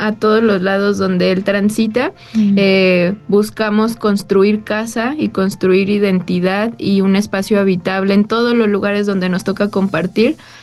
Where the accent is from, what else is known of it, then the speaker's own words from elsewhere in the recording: Mexico; nuestra identidad también como de mexicanos